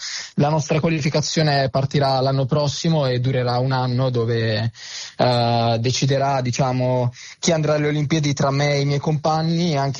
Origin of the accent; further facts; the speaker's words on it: Santeramo in Colle, Apulia, Italy; ho iniziato da molto giovane, quando avevo più o meno 7 anni, ovviamente per divertimento qua nel mio paese a San Teramo in Colle.